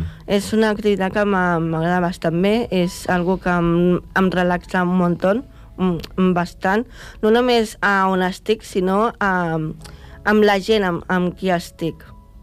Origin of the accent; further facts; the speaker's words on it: Cunit, Catalonia, Spain; sóc de Cunit.